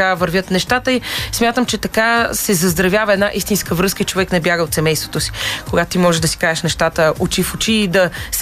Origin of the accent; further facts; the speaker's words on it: Sofia, Sofia City, Bulgaria; От София съм.